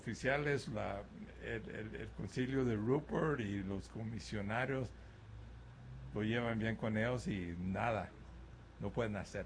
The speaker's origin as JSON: {"language": "Spanish", "country": "Mexico", "said": "Pero nosotros como mexicanos"}